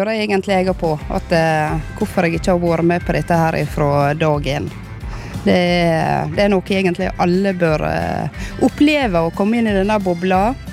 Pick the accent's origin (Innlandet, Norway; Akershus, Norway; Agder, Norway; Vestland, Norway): Vestland, Norway; Måløy; Det er klart vi er fra Måløy.